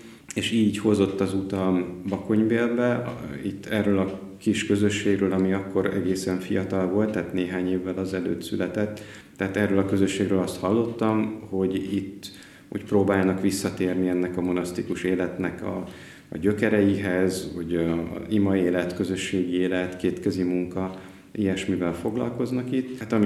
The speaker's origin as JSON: {"language": "Hungarian", "town": "Komló", "region": "Baranya", "country": "Hungary", "tie": "born there", "said": "Én Komlón születtem, ami egy szocialista bányaváros, ugye Baranya megyében."}